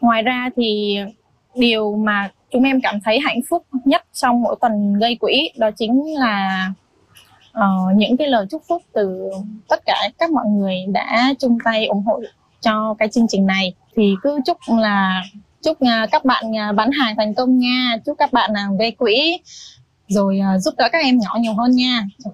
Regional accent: Đắk Lắk, Vietnam; Em xin tự giới thiệu … em đến từ Đắk Lắk.

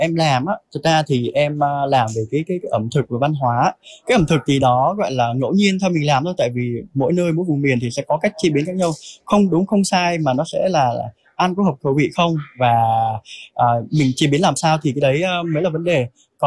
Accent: Đắk Lắk, Vietnam; hiện tại thì em đang sinh sống ở xã Erong, Đắk Lắk. … là biệt danh ấy.

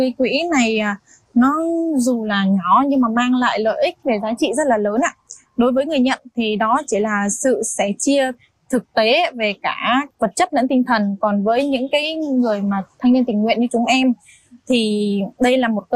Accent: Đắk Lắk, Vietnam; Em xin tự giới thiệu … em đến từ Đắk Lắk.

